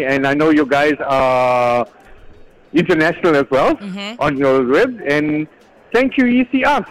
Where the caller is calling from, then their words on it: Chatsworth, KwaZulu-Natal, South Africa; I'm calling from Chatswood.